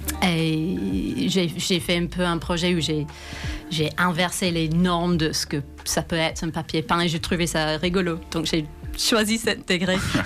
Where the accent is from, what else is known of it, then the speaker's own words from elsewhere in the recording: Hertford, East of England, United Kingdom; moved away; also born or lived in London; Donc, je suis de Londres. Bah, non, c'est pas vrai. Je viens de juste au nord de Londres, juste en dehors, une petite ville qui s'appelle Hartford. Mais j'ai fait mes études à Londres.